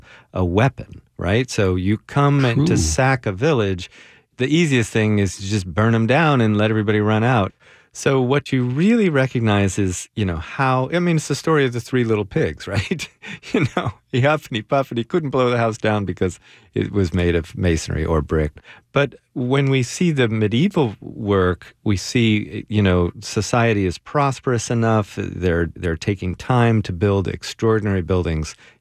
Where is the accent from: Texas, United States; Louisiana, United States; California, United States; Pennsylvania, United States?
California, United States; suburbs in California. I'm a kid from America.